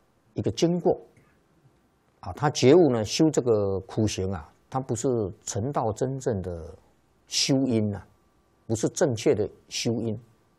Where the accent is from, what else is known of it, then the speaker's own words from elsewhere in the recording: China; 那么这个依照我们中国人的算法了，算虚岁的